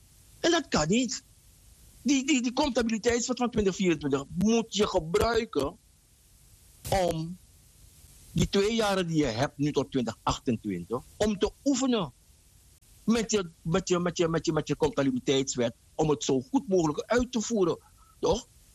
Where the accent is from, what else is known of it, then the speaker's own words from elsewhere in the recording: Suriname; Laten we kijken, toch, dat we ervoor gaan zorgen als Surinamers dat deze regering geen stommiteiten gaat uithalen